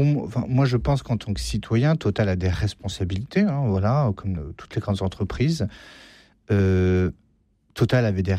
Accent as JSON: {"language": "French", "country": "France", "said": "en tant que Français"}